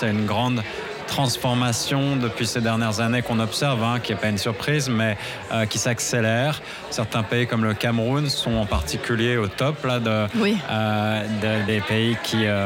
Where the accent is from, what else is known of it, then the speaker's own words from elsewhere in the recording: France; accent: French; moved away as an adult; now in Toronto, Canada; comme vous pouvez l'imaginer à mon accent venant de l'Europe, venant de la France.